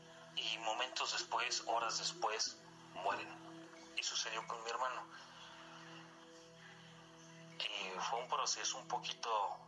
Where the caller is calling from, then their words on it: Mexico City, Mexico; somos de aquí de la Ciudad de México